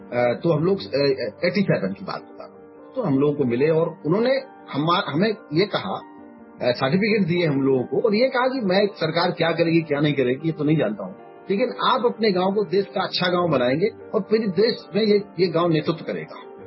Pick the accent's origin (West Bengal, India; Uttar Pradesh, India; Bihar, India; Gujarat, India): Uttar Pradesh, India; Banda district; born there; moved away